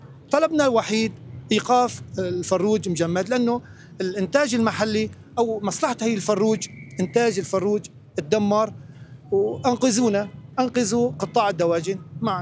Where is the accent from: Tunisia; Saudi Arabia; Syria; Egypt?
Syria; نحن من بلاد الشام